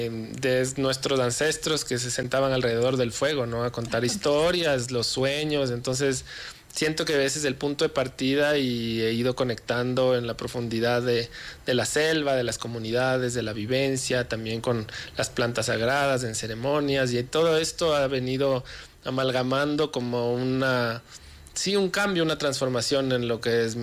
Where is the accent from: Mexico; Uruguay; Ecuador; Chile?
Ecuador; yo soy de Ecuador.